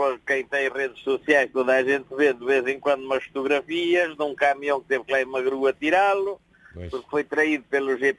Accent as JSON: {"language": "Portuguese", "town": "Ansião", "region": "Leiria", "country": "Portugal", "said": "Eu sou do distrito de Leiria, de uma terra chamada Ancião."}